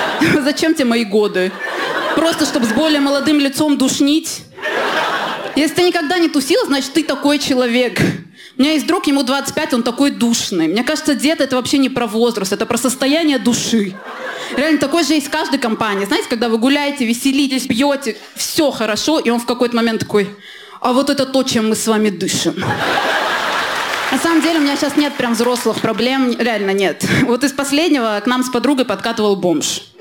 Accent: Russia; у нас, у женщин в России

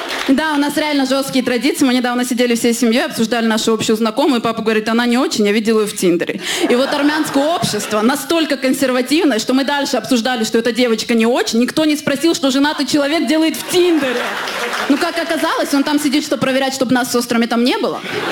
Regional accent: Armenia; Мне вообще часто прилетает, что я что-то не так делаю, как армянка.

